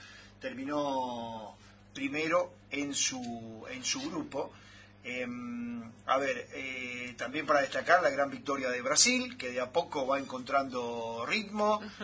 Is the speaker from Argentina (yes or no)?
yes; Argentina; Así como los argentinos decimos